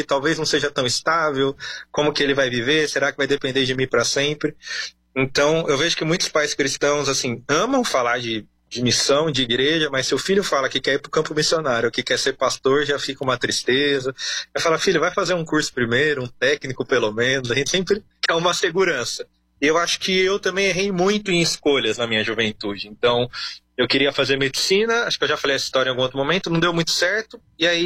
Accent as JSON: {"language": "Portuguese", "region": "São Paulo", "country": "Brazil", "said": "E o que eu falo para as pessoas é: eu vim de São Paulo."}